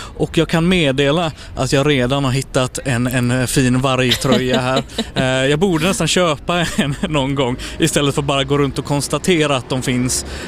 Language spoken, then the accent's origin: Swedish; Gothenburg, Västra Götaland County, Sweden; Jag är från Göteborg.